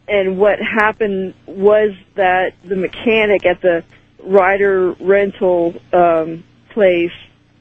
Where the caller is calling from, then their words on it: Tucson, Arizona, United States; I'm calling from Tucson, and I have several points to make.